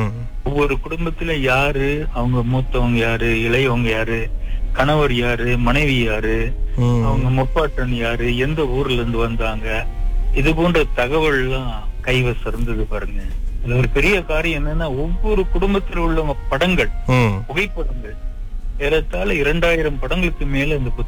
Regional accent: Malaysia; சுங்கரம்பி தோட்டத்துல 1950 பிறந்தேன். அதே தோட்டத்துல படித்தோம். பிறகு பிறகு பக்கத்தில் உள்ள கம்பம் குவாண்டான் தேசிய மாதிரி ஆங்கில பள்ளியில படித்தோம்.

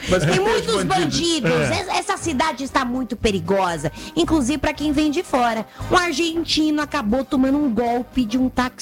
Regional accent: Portugal; Eu sou português.

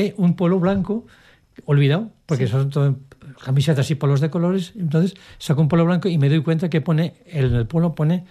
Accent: Aragon, Spain; Estuve buscándolo, como soy buen aragonés y por tanto tozudo, ajá, encontré todo lo que tenía que buscar

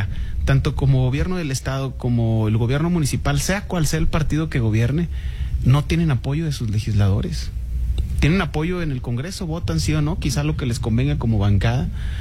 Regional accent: Coahuila, Mexico; Yo ahí nací, bueno, no en Lomas, ¿verdad? Nací en el Magisterio, en el Hospital del Magisterio, ya. Y pues la única casa que conocí hasta que me casé con una de Ramos fue la de Lomas de Lourdes

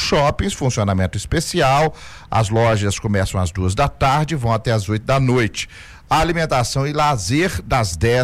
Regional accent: Brazil; O dólar estava baixo, mas eu sou brasileiro e não abro.

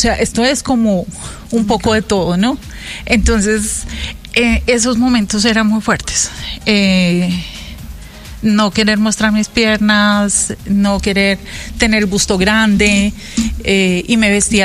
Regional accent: Cali, Valle del Cauca, Colombia; also born or lived in Armenia, Colombia; yo me crié en Cali, o sea, yo nací en Armenia y me crié en Cali

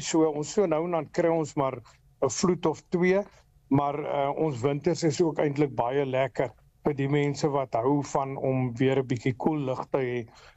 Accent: Despatch, Eastern Cape, South Africa; ek is gebore en getoe op Dispatch. Ek wil nou nie sê hoe lank ek hier bly nie, want dan gaan ek die dorp ontwerp. Ja? Maar nee, ek is 'n baie groot Dispatcher.

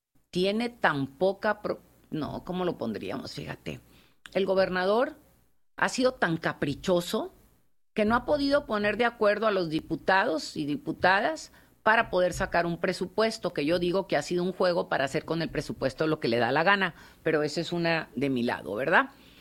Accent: Nuevo León, Mexico

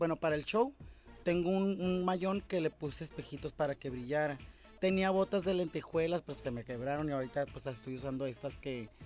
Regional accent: Sinaloa, Mexico; soy de Sinaloa, me gusta la banda

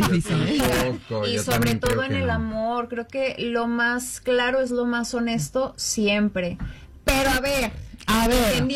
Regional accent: Mexico; es reconectar con nuestros valores, con eso que somos como mexicanos.

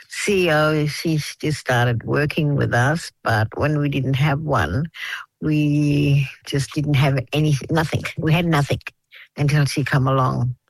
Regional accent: Australia; I'm a Ngala woman. I'm from the Big Grey River. My family clan name is Jingari.

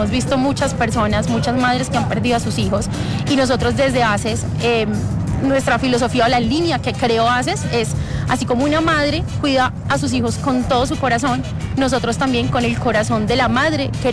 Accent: Bogotá, Colombia; Yo soy de aquí de Bogotá.

